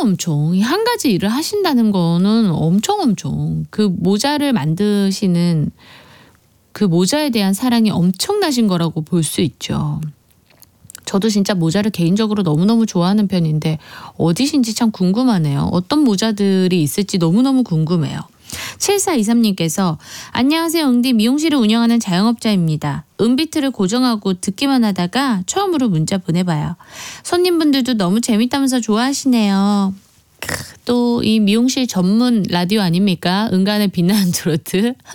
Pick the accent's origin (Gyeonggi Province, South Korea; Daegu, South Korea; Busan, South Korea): Busan, South Korea; born there; moved away as an adult; now in Seoul, South Korea